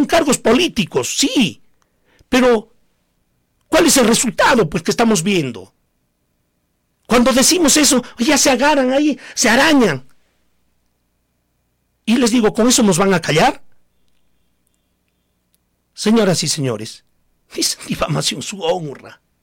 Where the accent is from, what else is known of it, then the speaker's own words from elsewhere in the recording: Coracora, Ayacucho, Peru; mi pueblo de Coracora